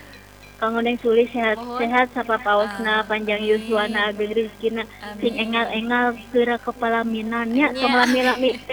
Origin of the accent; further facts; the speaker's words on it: West Java, Indonesia; kita teh asli orang Sundanya.